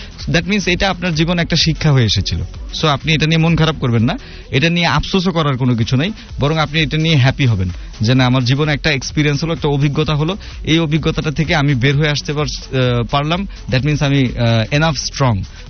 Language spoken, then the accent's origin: Bangla; Dhaka, Dhaka Division, Bangladesh; গ্রামের বাড়ি, আমি ঢাকার স্থানীয়, পুরান ঢাকার, পুরান ঢাকার কাছাকাছি।